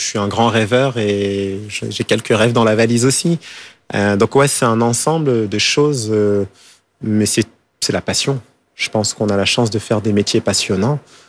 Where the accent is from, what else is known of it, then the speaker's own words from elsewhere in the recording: Île-de-France, France; also born or lived in Paris; J'ai grandi, je suis né à Paris 18e, mais j'ai grandi en banlieue.